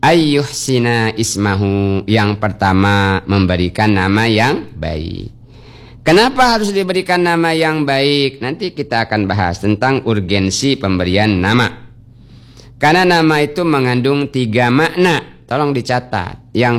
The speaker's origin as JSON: {"language": "Indonesian", "region": "Bangka Belitung Islands", "country": "Indonesia", "said": "kata kita orang Bangka"}